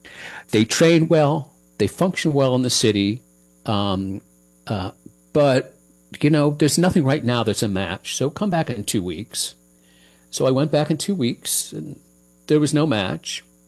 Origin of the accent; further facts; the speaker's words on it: Toledo, Ohio, United States; Born and raised in Toledo, Ohio, with no mountains, no ocean.